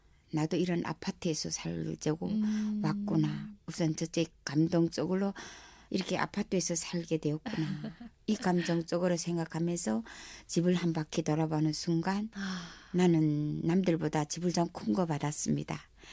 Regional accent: Chongjin, North Hamgyong, North Korea; now in Gwangmyeong, South Korea; 청진시에서 온

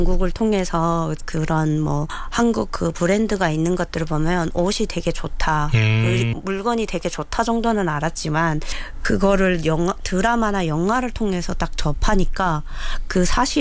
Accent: North Korea; 그래서 북한에서 태어난 사람이라면 누구나 겪어야 되는 그 사회적인 어려움은 당연히 있었겠지만

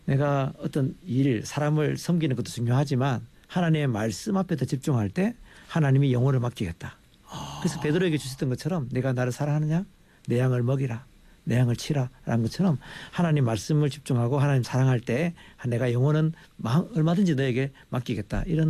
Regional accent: Hapcheon, South Gyeongsang, South Korea; moved away; 저기 저희가 고향이 합천인데

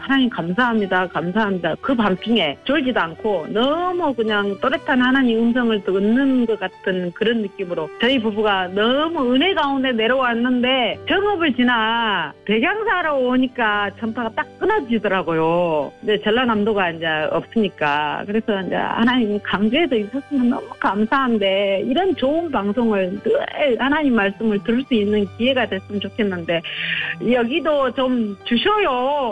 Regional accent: Suncheon, South Jeolla, South Korea; 제가 순천 사람입니다.

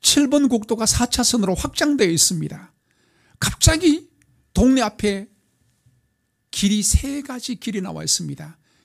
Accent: Yeongdeok, North Gyeongsang, South Korea; moved away as an adult; 제 고향이 경상북도 영덕군 변곡면 원항 12994번지에 태어나서 거기서 자랐습니다. 청년이 돼서 객지로 나올 때까지 우리 동네는 기차가 없어요. 유일한 도로는 동해안선에 하나밖에 없는 7번 국도.

